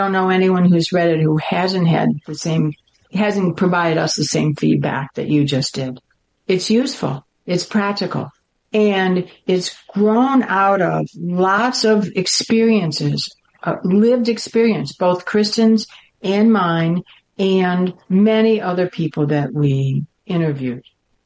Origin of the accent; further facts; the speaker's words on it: Midwest, United States; I'm a Midwesterner